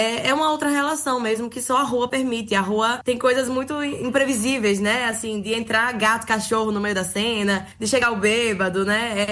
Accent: Lagarto, Sergipe, Brazil; O espetáculo, ele foi inspirado na cidade de Lagarto, né? Que é a minha cidade natal.

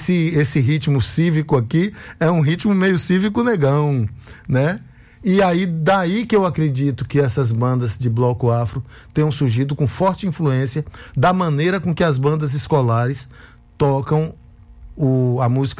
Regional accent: Salvador, Bahia, Brazil; born there; apesar de ter sido criado até os 15 anos, eu nasci em Salvador, mas a minha família tinha trabalhos lá na fronteira com Minas.

